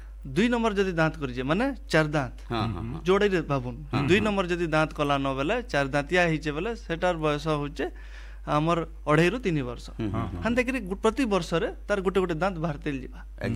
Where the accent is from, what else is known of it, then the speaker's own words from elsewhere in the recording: Balangir, Odisha, India; ଆମର ବଲାଙ୍ଗୀରରୁ ଆମେ ଯଦି କିଛି ଗୋଟେ ଗାଈ ଘିନି ଯାଉଛୁଁ